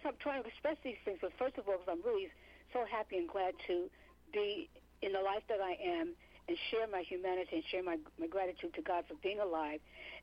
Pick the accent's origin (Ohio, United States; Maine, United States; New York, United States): New York, United States; Oh, well, as a New Yorker, brought up in the streets with, now, some of my family were kind of in and out